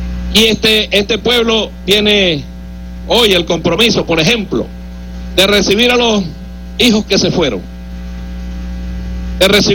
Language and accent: Spanish; Laguna de Sinamaica, Zulia, Venezuela; soy aquí originario de la Laguna de Sinamaica. ¿Ah? Del barro, de ahí soy originario, y ahí dice, lugar de nacimiento, ahí nací.